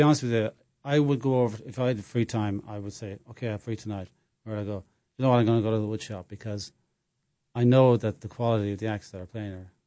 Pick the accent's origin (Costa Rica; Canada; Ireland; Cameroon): Ireland; moved away as an adult; now in United States; as an Irishman